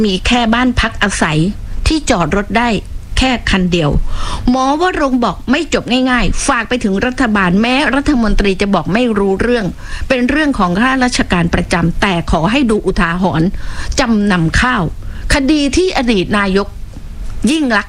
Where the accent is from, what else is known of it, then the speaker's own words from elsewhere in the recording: Phuket, Thailand; ดิฉันได้เกิดมาเป็นคนภูเก็ตโดยกำเนิดนะเกิดถนนดีบุก